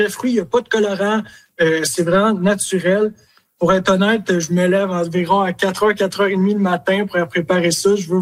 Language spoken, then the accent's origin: French; Montreal, Quebec, Canada; now in Bonaventure, Canada; Ben moi, dans le fond, je viens littéralement de Montréal. Donc, Montréal, du sud.